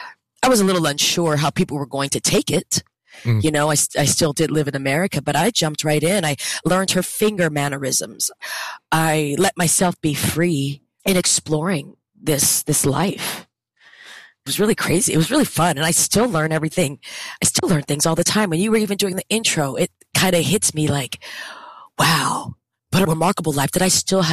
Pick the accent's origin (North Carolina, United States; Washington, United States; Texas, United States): Texas, United States; El Paso; moved away; I'm from El Paso, Texas, and I moved here when it was supposed to be the big old Hollywood of the East.